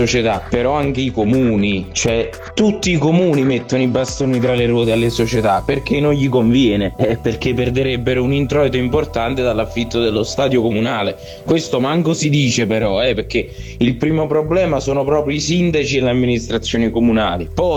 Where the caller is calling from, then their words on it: Roccarainola, Campania, Italy; da Roccarinola